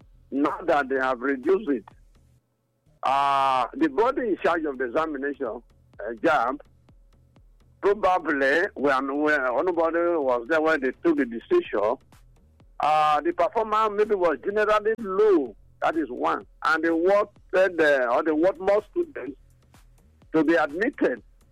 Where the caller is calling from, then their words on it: Benin City, Edo, Nigeria; I'm calling from Benin.